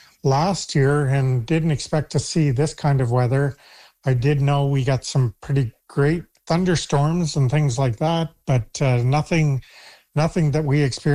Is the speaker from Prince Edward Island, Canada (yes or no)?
yes; Prince Edward Island, Canada; also born or lived in Yellowknife, Northwest Territories; now in Little Harbour, Canada; I did grow up here. I lived here for about 20 years and left in the late 80s, but then just moved back last year